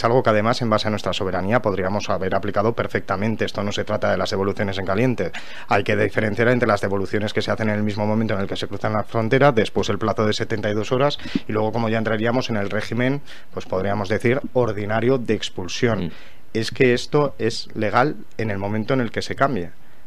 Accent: Spain; normalidad en el día a día de los ciudadanos de Ceuta, que eso es lo primero que nos tiene que preocupar como españoles.

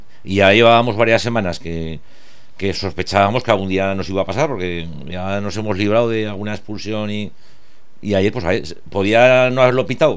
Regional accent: Zaragoza, Aragon, Spain; born there; yo soy nacido en Zaragoza y zaragocista por los cuatro costados, pero toda mi familia, toda, menos yo, son de las cuencas mineras, o la de Teruel

